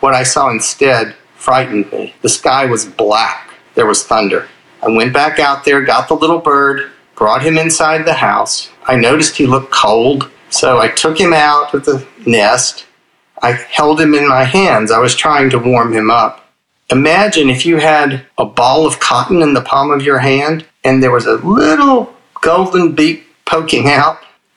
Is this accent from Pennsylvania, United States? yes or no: no; Houston, Texas, United States